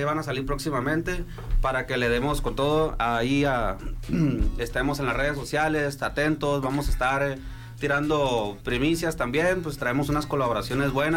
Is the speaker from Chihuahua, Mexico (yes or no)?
no; Hermosillo, Sonora, Mexico; Soy aquí de Hermosillo.